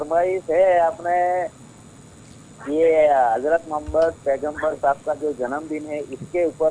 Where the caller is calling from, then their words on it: Palanpur, Gujarat, India; पालनपुर से … बोल रहा हूँ।